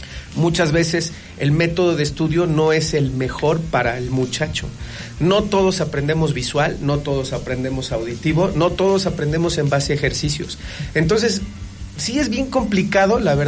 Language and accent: Spanish; Mexico